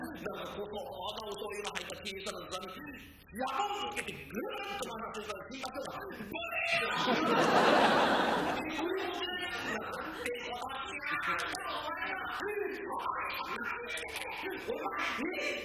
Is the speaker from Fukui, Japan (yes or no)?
no; Niigata, Japan; moved away; 新潟県の田舎者でございます。